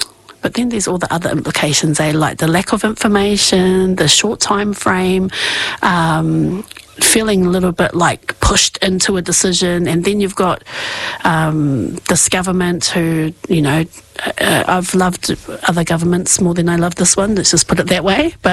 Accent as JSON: {"language": "English", "town": "Masterton", "region": "Wellington", "country": "New Zealand", "tie": "born or raised there", "said": "I'm born and bred in Masterton. You know, Masterton is our town."}